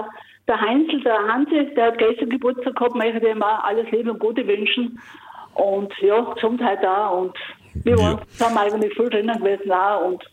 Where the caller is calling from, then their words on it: Wies, Styria, Austria; ich rufe eine Kochgruppe an, das ist Gemeinde Wies.